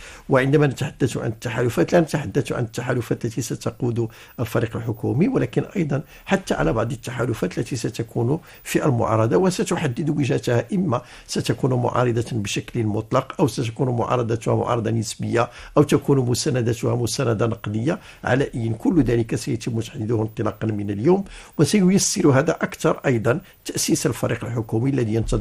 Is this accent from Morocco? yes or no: yes; Morocco; عندنا في المغرب